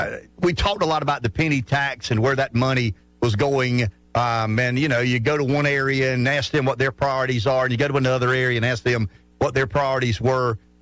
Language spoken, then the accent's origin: English; Pamplico, South Carolina, United States; I'm from Pamplico